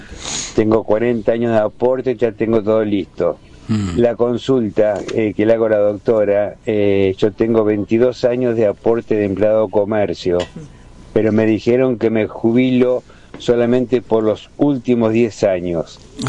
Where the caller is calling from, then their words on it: Bragado, Buenos Aires Province, Argentina; de Bragado, una consulta para la doctora Melania.